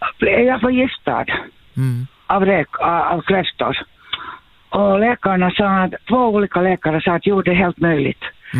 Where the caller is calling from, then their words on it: Ekenäs, Uusimaa, Finland; Jag är från Ekenäs, ja.